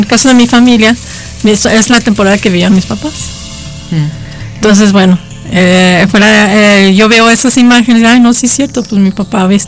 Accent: Aguascalientes, Mexico; yo sí soy de Aguascalientes.

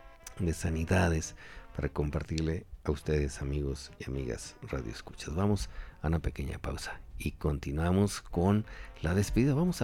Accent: San José de la Isla, Zacatecas, Mexico; now in Zacatecas, Mexico; la parroquia ahí en mi pueblo, en San José de la Isla.

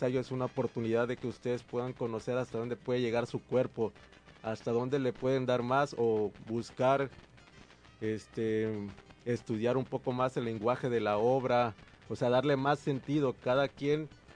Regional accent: Mexico; como era latinoamericano, en una pantalla salía la bandera de México atrás de mí.

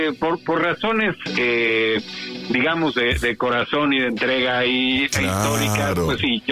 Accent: Mexico City, Mexico; born there; de que nací en las Lomas, nadie lo puede negar.

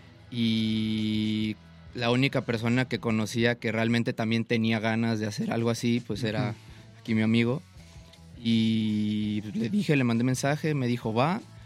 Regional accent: Xalapa, Veracruz, Mexico; born there; yo nací aquí en Jalapa

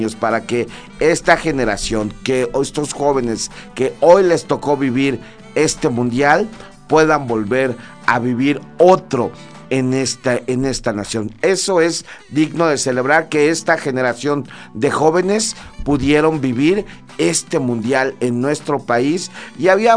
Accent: Mexico; lo felices que somos los mexicanos

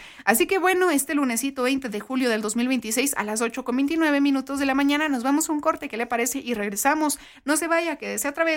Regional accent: Mexico; Nosotros como mexicanos, y ojo, yo creo que todos, algunos países, estamos muy acostumbrados a que si no tenemos tiempo

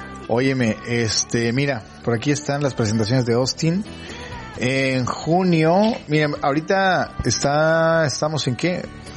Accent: Mexico; todos quienes somos mexicanos y nos sentimos identificados con esta bandera

